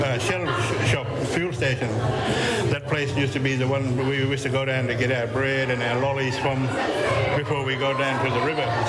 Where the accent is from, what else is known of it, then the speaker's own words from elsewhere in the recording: Roebourne, Western Australia, Australia; back in the 80s as a kid growing up. Some of these places now that's still there, some there's more changes that happen in Roebourne.